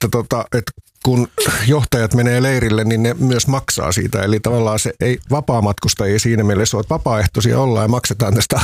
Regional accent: Vantaa, Uusimaa, Finland; also born or lived in Helsinki; me muutettiin aikoinaan Lauttasaaresta Tikkurilaan

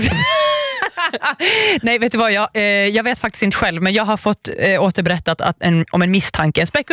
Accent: Finland; som finlandssvensk

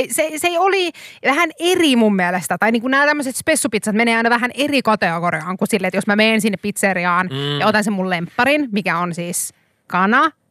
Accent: Kuopio, North Savo, Finland; Mä oon Kuopiosta.

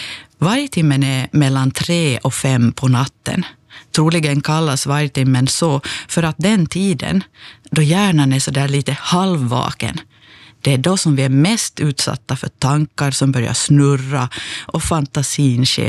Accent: Ostrobothnia, Finland; born there

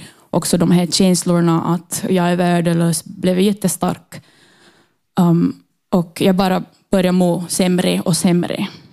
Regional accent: Brazil; born or raised there; now in Finland

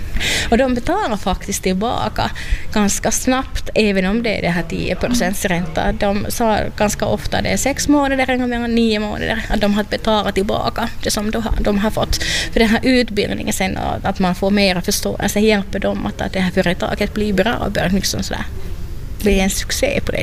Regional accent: Finland; för att det blev lite sådär högkurs av olika saker som vi finländare ville sen köpa från henne.

